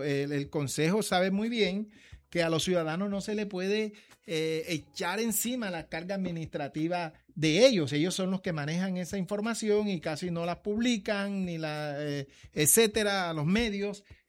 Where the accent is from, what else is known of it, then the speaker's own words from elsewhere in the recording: Cartagena, Bolívar, Colombia; somos nosotros, los cartageneros